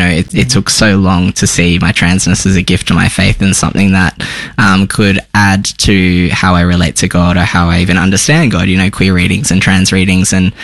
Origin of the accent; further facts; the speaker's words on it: Tamworth, New South Wales, Australia; moved away as an adult; also born or lived in Sydney; now in Melbourne, Australia; I grew up in Tamworth. I moved to Sydney, did my studies, started the church there